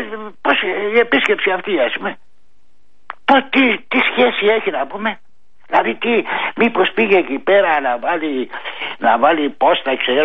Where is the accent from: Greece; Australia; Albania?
Greece; Εγώ είμαι Έλληνας φορολογουμένος και πληρώνω την ΕΡΤ.